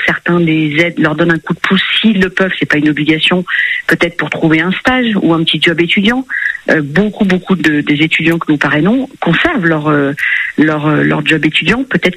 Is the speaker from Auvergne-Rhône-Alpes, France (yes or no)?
yes; Lyon, Auvergne-Rhône-Alpes, France; Je suis une pure lyonnaise.